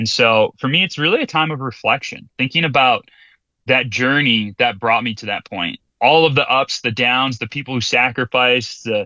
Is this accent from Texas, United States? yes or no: no; Kimberly, Wisconsin, United States; I grew up in Kimberly, Wisconsin, graduated from Kimberly High School in 2010.